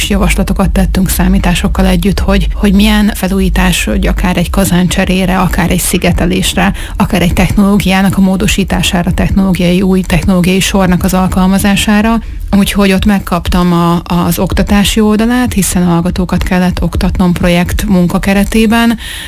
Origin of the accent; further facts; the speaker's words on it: Hungary; moved away as an adult; also born or lived in United States; Igazából haza költöztünk és hazavándoroltunk, hiszen mi kivándoroltunk, tehát nem volt állandó lakcímem se az idő alatt, amíg Amerikában éltem.